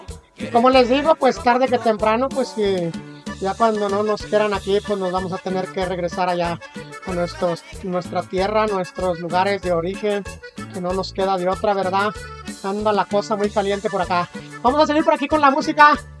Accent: Mexico; now in United States; nosotros radicamos en este país, ¿verdad? No quiere decir que somos americanos, nosotros no, nosotros somos mexicanos hasta las cachas

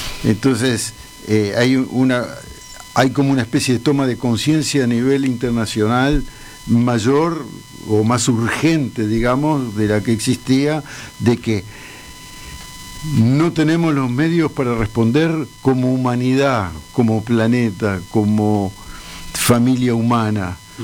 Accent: Uruguay

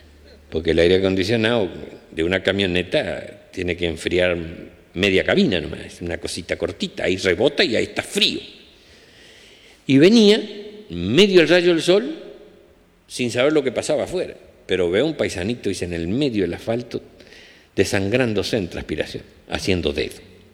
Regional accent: Chaco, Argentina; Yo soy del Chaco.

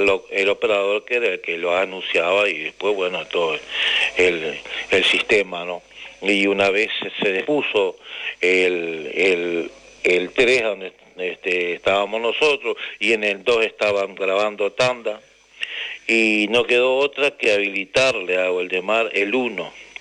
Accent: Sarandí del Yí, Durazno, Uruguay; born there

